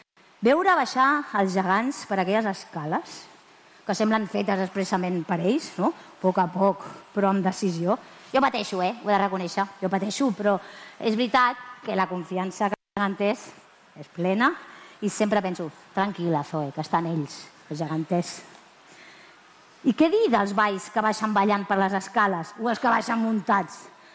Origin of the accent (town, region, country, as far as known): Sitges, Catalonia, Spain; born there